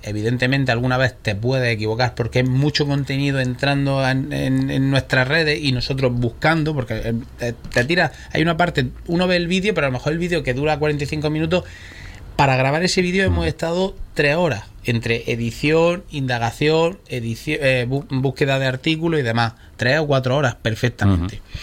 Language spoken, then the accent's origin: Spanish; Andalusia, Spain; Somos andaluces